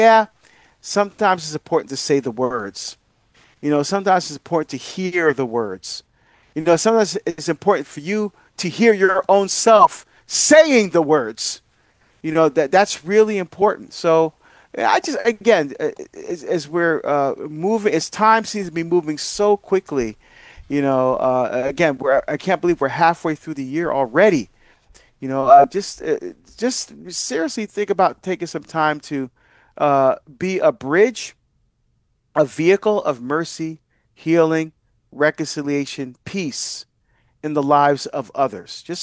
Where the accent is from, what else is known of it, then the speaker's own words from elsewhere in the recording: Barbados; You know, as many of you know, I'm from Barbados, and I'm getting a chance to go home and visit family. Most of my family are still there